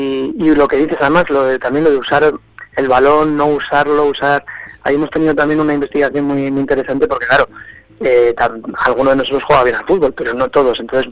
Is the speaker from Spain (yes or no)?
yes; Logroño, La Rioja, Spain; moved away; also born or lived in Pamplona; yo soy de Logroño.